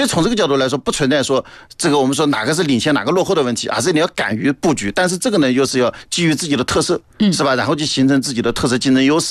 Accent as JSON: {"language": "Chinese", "region": "Anhui", "country": "China", "moved": "yes", "said": "我是安徽人啊"}